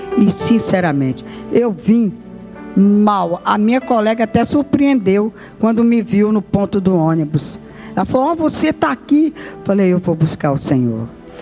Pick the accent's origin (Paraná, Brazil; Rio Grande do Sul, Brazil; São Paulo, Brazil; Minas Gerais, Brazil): Minas Gerais, Brazil; Sabará; Eu sou da cidade de Sabará.